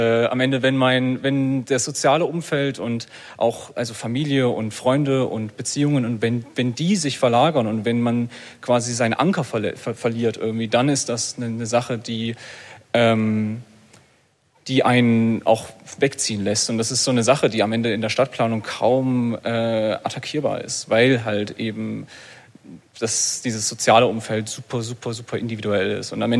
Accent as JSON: {"language": "German", "town": "Leipzig", "region": "Saxony", "country": "Germany", "tie": "born or raised there", "moved": "as an adult", "said": "da ich Leipziger bin. Also ich wurde in Leipzig geboren, ich bin dort aufgewachsen. Ich wohne hier. Ich wohne hier seit 5 Jahren, glaube ich."}